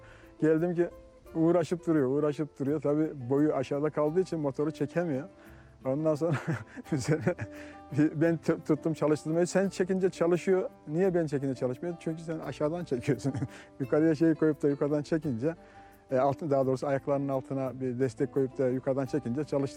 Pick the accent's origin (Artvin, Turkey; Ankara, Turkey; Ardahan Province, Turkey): Artvin, Turkey; born there; 62 yaşındayım. Artvin doğumluyuz.